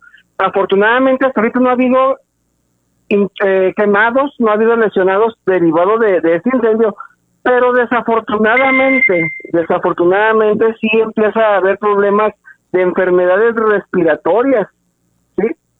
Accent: Mexico; como buen mexicano que somos

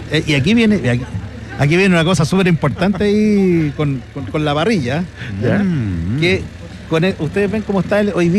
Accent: Peñaflor, Santiago Metropolitan Region, Chile; Nosotros somos oriundos de Peñaflor. Ahora estamos con el restaurante en Talagante.

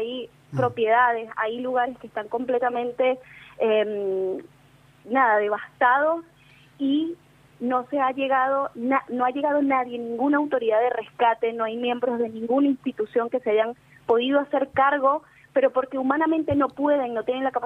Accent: Venezuela; now in Argentina; si bien somos muchos los venezolanos en Argentina

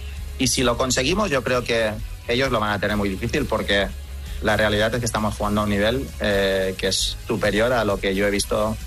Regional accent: Spain; Y el fútbol es el... como buen español es el deporte rey

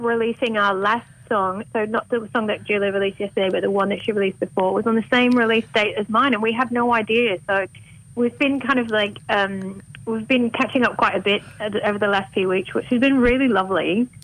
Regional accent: Wrexham, Wales, United Kingdom; my mum's English, my dad's Welsh. I grew up in Wales, but I'm married to an Aussie, so I think somewhere along the way something has left me.

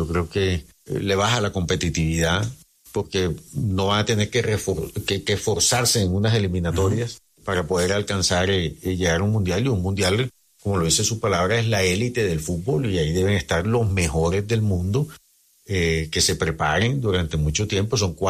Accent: Santa Marta, Magdalena, Colombia; A ver, yo soy samario

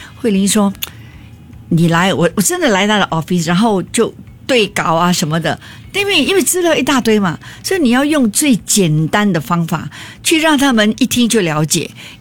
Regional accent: Singapore; 我们新加坡人蛮幸福的啦，

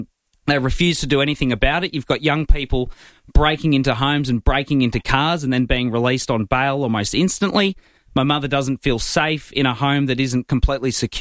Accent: Macedon Ranges, Victoria, Australia; Macedon Ranges.

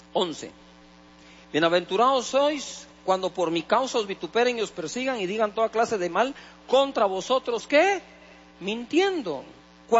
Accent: Guatemala; Oírlo hoy todo esto como guatemaltecos y cristianos es una cosa.

